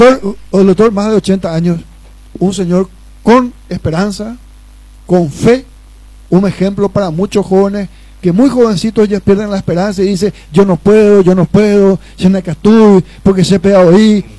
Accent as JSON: {"language": "Spanish", "town": "Coronel Oviedo", "region": "Caaguazú", "country": "Paraguay", "said": "Gracias al voto de mis compoblanos obetenses"}